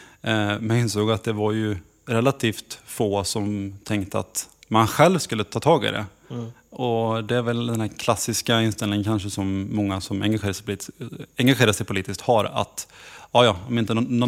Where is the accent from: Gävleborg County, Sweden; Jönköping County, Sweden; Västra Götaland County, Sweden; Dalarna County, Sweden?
Västra Götaland County, Sweden; Kvänum; jag växte ju inte upp i Falköping. Jag växte inte ens upp i Falköpings kommun, utan jag växte upp i Vara kommun i Kvänum.